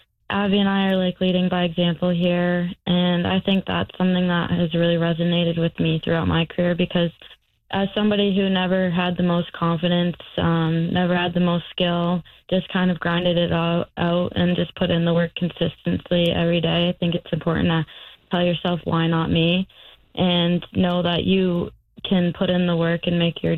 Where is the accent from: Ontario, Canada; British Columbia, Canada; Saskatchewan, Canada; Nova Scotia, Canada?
Nova Scotia, Canada; I say I'm from Nova Scotia down in the States and they look at me like I have two heads and always asking more questions of where that is, and I have to explain to them that I kind of live in the middle of nowhere.